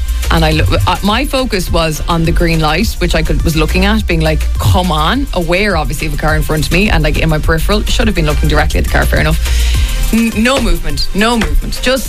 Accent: Ireland; I was like, you kind of just get on with it as an Irish person.

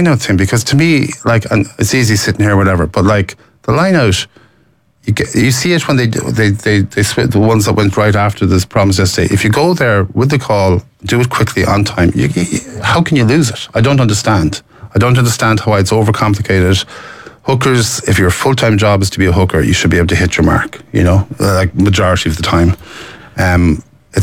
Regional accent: Cork, Munster, Ireland; I grew up in Cork rugby, same as Ronan

